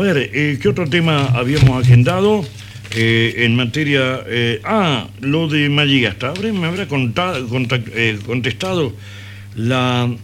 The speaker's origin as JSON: {"language": "Spanish", "town": "Chilecito", "region": "La Rioja", "country": "Argentina", "said": "esta condición nata de localismo manifiesto que tengo y que seguramente la gran mayoría de los chileciteños sentimos"}